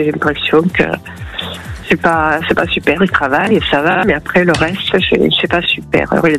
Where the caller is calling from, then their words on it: Marseille, Provence-Alpes-Côte d'Azur, France; Marseille.